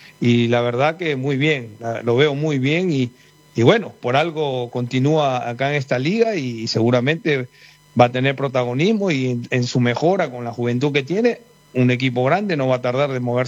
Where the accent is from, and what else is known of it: Peru; now in England, United Kingdom